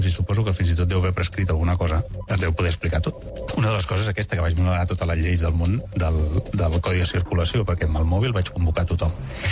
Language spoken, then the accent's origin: Catalan; Breda, Catalonia, Spain